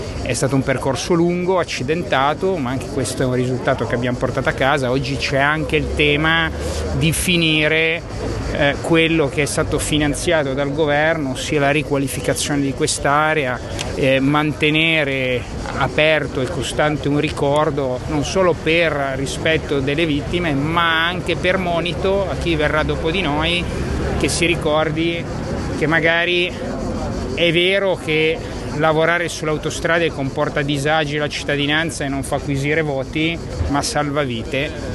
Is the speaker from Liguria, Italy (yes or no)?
yes; Genoa, Liguria, Italy; io sono qua presente, dal 2014, sono membro di governo, sono di Genova